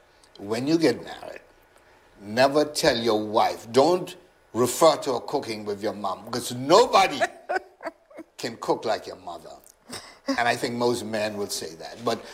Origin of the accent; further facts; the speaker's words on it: Turks & Caicos Islands; growing up in East Harbor.